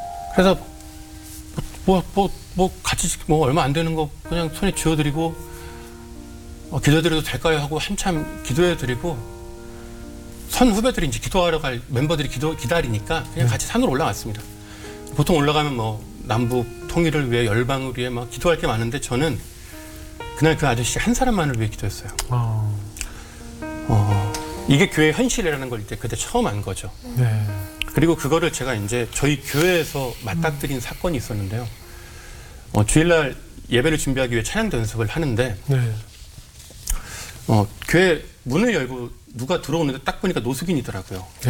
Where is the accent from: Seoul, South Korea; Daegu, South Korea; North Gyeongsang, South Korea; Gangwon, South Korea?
Gangwon, South Korea; Chuncheon; 제가 고향이 강원도 춘천인데 춘천까지 오셔서 교회를 찾아오신 거예요.